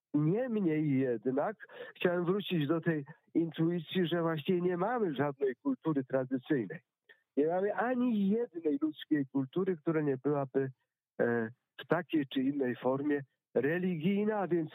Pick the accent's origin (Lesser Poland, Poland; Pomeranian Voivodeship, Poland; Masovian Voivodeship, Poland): Pomeranian Voivodeship, Poland; z moich rodzinnych stron, mianowicie Kaszuby, wieś koło Herowa